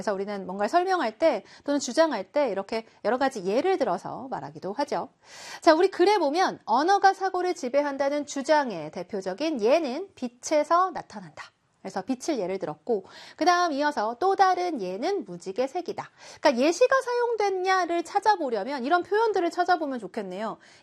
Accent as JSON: {"language": "Korean", "country": "South Korea", "said": "우리는 한국인이니까 한국어를 쓰잖아요."}